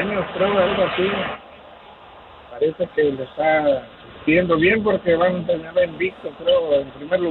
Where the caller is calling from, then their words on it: Long Beach, California, United States; de Long Beach.